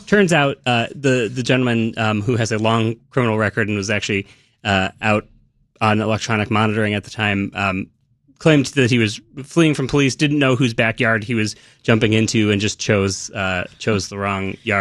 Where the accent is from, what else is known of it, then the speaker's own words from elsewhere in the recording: Lombard, Illinois, United States; now in Cook County, United States; I grew up in Lombard. I live in the near west suburbs in Cook County right now. I do not claim to be a Chicagoan.